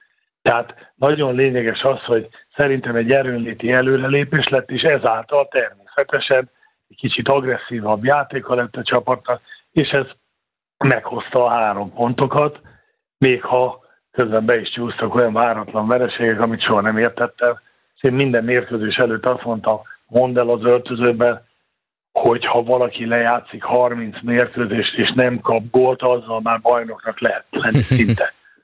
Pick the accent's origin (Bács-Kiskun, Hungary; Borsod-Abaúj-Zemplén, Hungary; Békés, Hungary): Békés, Hungary; born there; hát én vidéki vagyok, Kéregyháza mellett születtem